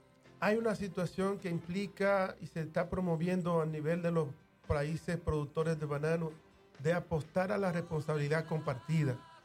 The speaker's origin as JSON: {"language": "Spanish", "country": "Dominican Republic", "said": "nosotros como República Dominicana"}